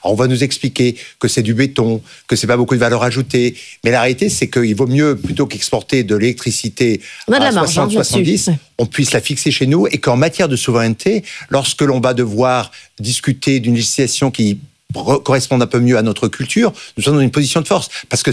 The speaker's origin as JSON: {"language": "French", "country": "France", "said": "chez nous, en France."}